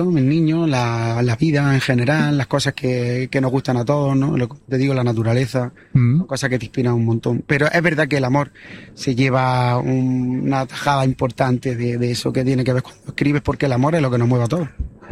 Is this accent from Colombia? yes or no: no; Linares, Andalusia, Spain; now in Almería, Spain; Yo soy almeriense de adopción. Uh-huh. Yo soy de Linares, de Jaén. Llevo aquí viviendo ya 25 años.